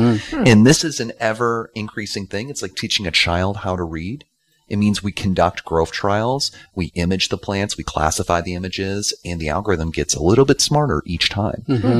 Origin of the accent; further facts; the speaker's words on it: Evansville, Indiana, United States; growing up in Evansville, Indiana